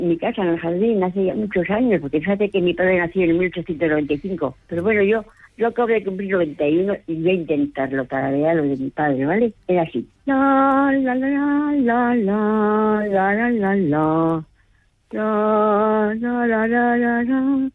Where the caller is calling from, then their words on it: Móstoles, Community of Madrid, Spain; desde Móstoles